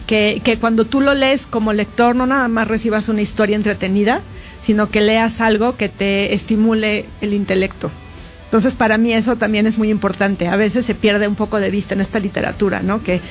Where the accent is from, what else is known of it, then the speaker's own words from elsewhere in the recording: Mexico City, Mexico; De la Ciudad de México.